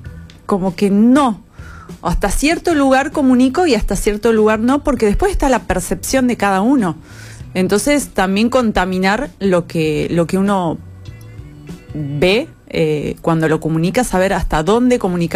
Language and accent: Spanish; La Pampa, Argentina; moved away as an adult; now in Buenos Aires, Argentina; yo soy pampeana.